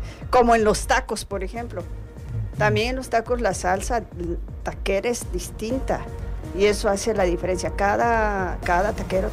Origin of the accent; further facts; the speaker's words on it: Tehuacán, Puebla, Mexico; aquí somos eloteros desde siempre, bueno, somos la cuna del maíz